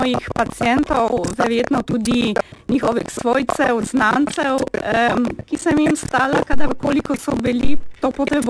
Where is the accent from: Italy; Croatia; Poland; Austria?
Poland; Kraków, Lesser Poland; Slovenian is a second language; moved away as an adult; now in Slovenia; Ja, prihajam iz Poljske, iz Krakova, tam sem študirala medicino, spoznala svojega moža in potem sva se odločila, da mogoče nadaljujeva svojo pot v Sloveniji.